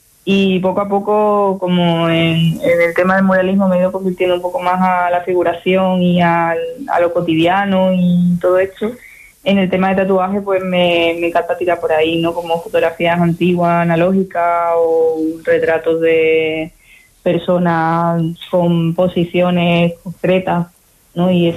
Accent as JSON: {"language": "Spanish", "town": "Almonte", "region": "Andalusia", "country": "Spain", "said": "traer a mi pueblo pues la, la cultura hip hop"}